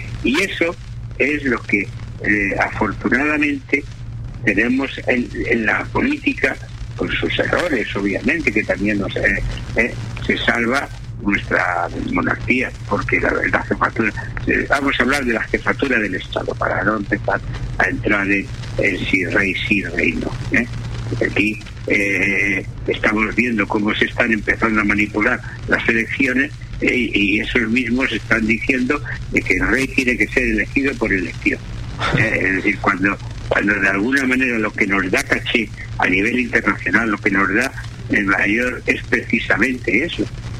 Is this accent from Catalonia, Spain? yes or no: yes; Tarragona, Catalonia, Spain; born there; yo que nací en la Imperial Tarraco, que fue la primera capital de Roma, de la Hispania